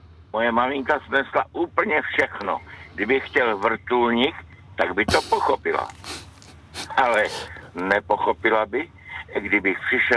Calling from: Olomouc, Olomouc Region, Czechia; z Olomouc.

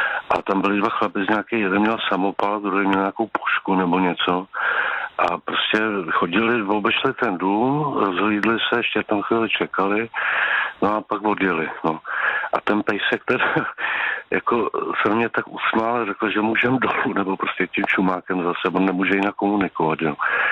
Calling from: Prague, Czechia

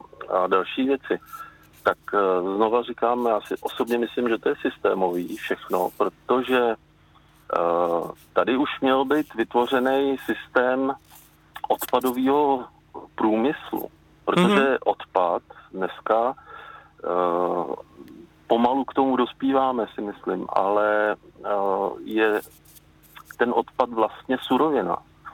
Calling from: South Bohemian Region, Czechia; já jsem kovaný Jihočech

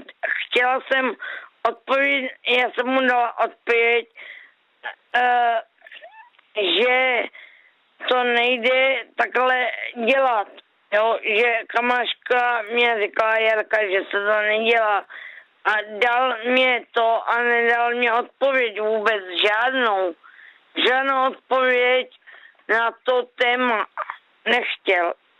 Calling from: Brno, South Moravian Region, Czechia; z Kralopole.

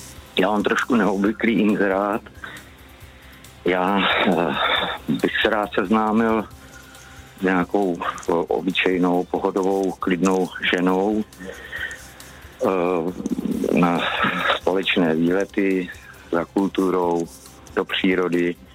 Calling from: Trutnov District, Hradec Králové Region, Czechia; Jsem z Trutnovska, Úpická.

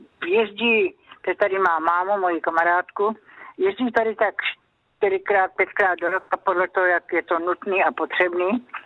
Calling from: Žatec, Ústí nad Labem Region, Czechia

